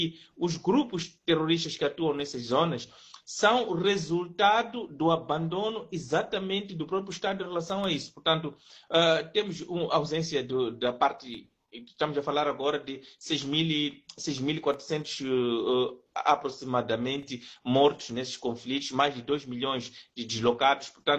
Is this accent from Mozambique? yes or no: yes; Mozambique; numa situação em que nós deveríamos, como moçambicanos, irem buscar auxílio nisso.